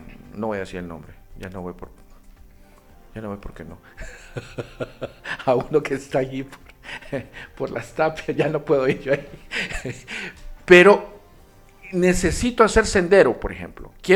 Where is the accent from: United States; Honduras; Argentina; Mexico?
Honduras; Danlí, El Paraíso; moved away; yo soy de Danlí, veníamos del interior